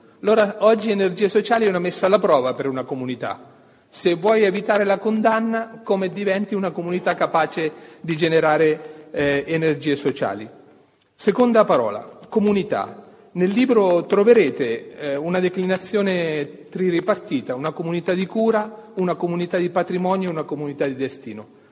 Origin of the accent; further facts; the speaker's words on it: Marche, Italy; non riesco a fare l'accento toscano perché sono marchigiano